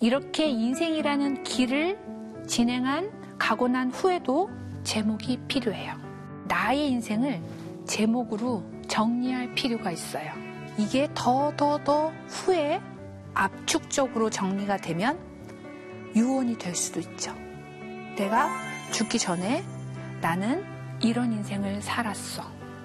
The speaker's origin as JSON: {"language": "Korean", "town": "Gongju", "region": "South Chungcheong", "country": "South Korea", "tie": "born there", "said": "저는 충남 공주에서 태어났는데, 서울 살면서 돈 많이 벌어서 엄마 주고 행복하게 사는 사람."}